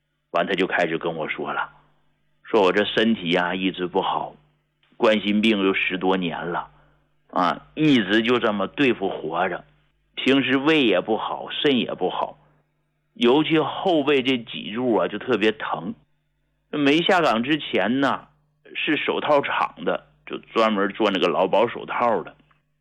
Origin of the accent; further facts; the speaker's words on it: Jilin, China; 白城啊是个市，是属于咱们吉林省 下边的一个市。